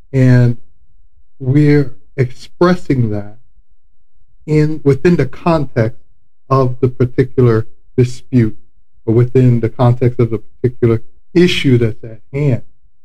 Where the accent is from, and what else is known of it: Florida, United States; born or raised there